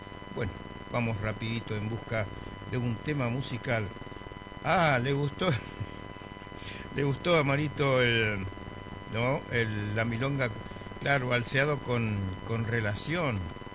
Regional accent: Presidencia de la Plaza, Chaco, Argentina; moved away; mi gente de Presidencia, la Plaza, mi pueblo

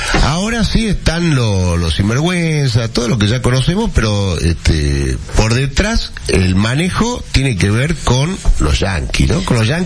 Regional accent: Argentina; Porque judío soy yo y soy peronista, soy

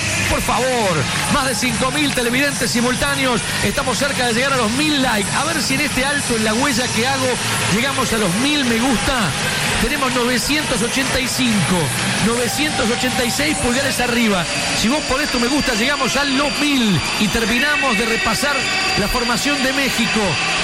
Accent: Argentina; Estoy enojado como argentino con esto

